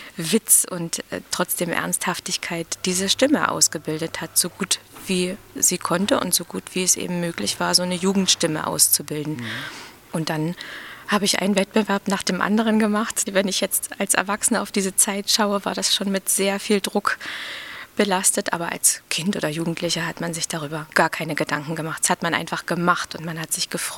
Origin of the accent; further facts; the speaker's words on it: Cottbus, Brandenburg, Germany; Die niedersorbische Heimat ist ja eben mein Zuhause.